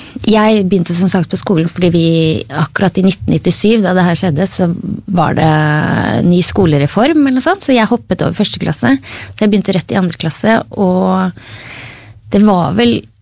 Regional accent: Oslo, Norway; Ja, det må liksom nevnes at både mamma og pappa, jeg vokste opp I Oslo, og de begge nordlendinger.

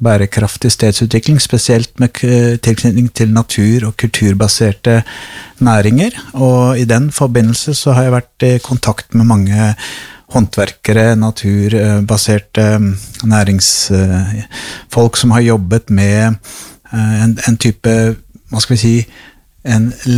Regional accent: Kongsberg, Buskerud, Norway; also born or lived in United States; Jeg vokste opp på Kongsberg, og nå professor økofilosofi ved Universitetet i Sørøst-Norge

